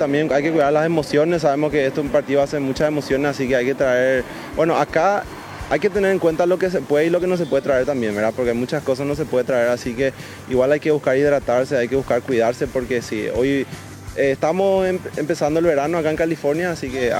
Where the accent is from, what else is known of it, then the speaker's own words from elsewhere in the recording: Asunción, Paraguay; moved away as an adult; now in United States; Yo crecí en Asunción